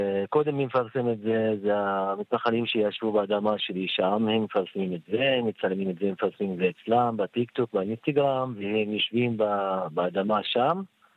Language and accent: Hebrew; Palestine